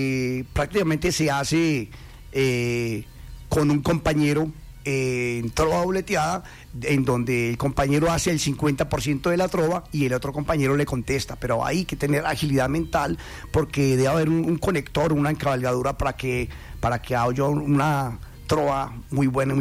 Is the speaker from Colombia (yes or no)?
yes; El Carmen de Viboral, Antioquia, Colombia; born or raised there; moved away as an adult; also born or lived in Medellín; now in Guarne, Colombia